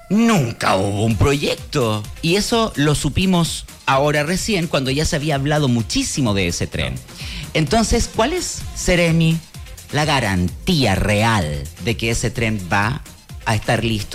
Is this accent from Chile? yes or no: yes; Chile; Siempre somos ansiosos los chilenos